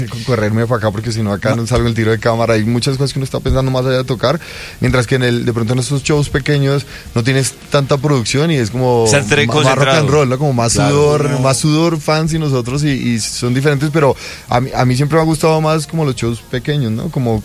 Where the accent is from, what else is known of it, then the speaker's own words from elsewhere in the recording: Colombia; No nos levantamos a escuchar vallenato, pero somos colombianos, ¿no?